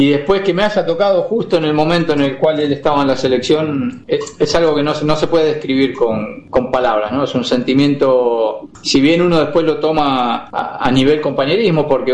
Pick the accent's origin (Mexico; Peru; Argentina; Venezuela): Argentina; moved away as an adult; now in Spain; es tristeza como argentino